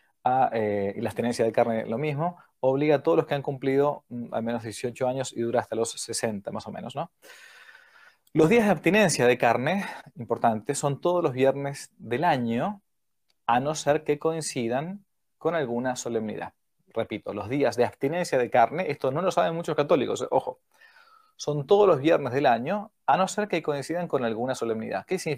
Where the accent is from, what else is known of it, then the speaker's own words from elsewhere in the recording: Argentina; mi país, Argentina